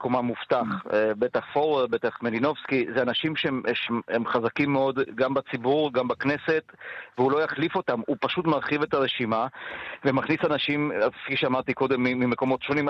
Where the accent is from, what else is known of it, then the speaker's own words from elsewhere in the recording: Romania; הם רוסים, גם אני רומני, אז...